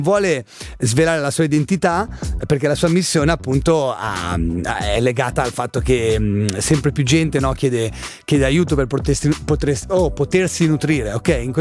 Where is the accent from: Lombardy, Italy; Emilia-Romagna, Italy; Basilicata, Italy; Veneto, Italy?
Lombardy, Italy; Bresso; anche a Bresso, nel mio paese, sempre a Nord Milano